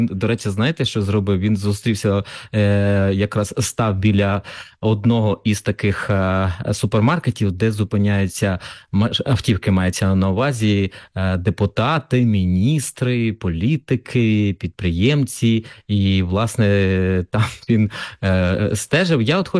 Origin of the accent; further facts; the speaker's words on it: Kharkiv, Kharkiv Oblast, Ukraine; now in Lviv, Ukraine; хоча, Галю, ви знаєте, що я сам з Харкова.